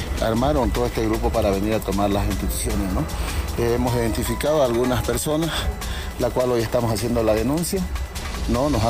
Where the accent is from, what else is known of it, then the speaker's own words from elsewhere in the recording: Pando, Bolivia; moved away; Yo no soy de acá, soy ejecutivo nacional, pero soy de Pando. No tengo familia acá